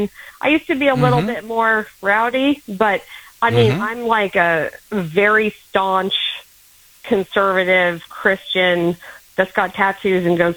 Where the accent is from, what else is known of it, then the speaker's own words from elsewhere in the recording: Bay Area, California, United States; now in Sacramento, United States; I grew up in the Bay Area punk scene.